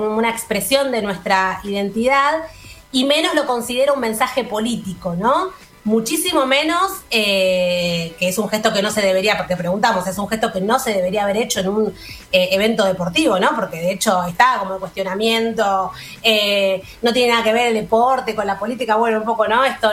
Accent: Argentina; todos los argentinos creemos firmemente que las Malvinas son argentinas.

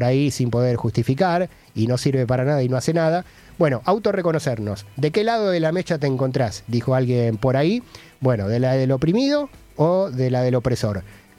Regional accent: Argentina

